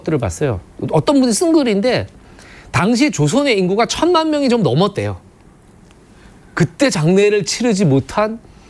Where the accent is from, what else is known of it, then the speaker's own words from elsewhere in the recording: South Korea; 저는 우리 한국인들이 진짜 대단한 사람들인 것 같아요.